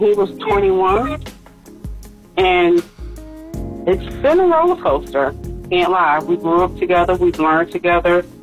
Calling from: Dinwiddie, Virginia, United States; I'm calling from the Dinwiddie, Petersburg area.

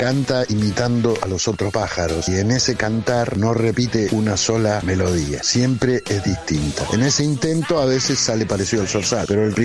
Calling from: Mar del Tuyú, Buenos Aires Province, Argentina; de Mar del Tuyú.

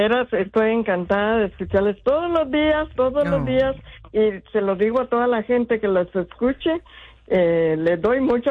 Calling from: Monrovia, California, United States; En la casita, sí, aquí en Monrovia, vivo en Monrovia.

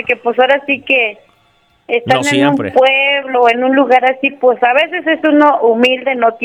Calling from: Aculco, State of Mexico, Mexico; nosotros somos de un pueblito de ahí. O sea, estamos entre Querétaro. Ajá. Y el pueblito se dice El Azafrán, Aculco, México.

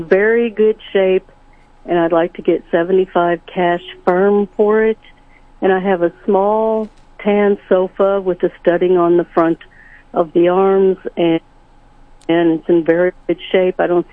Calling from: Sedalia, Missouri, United States; I'm calling from Sedalia, Missouri

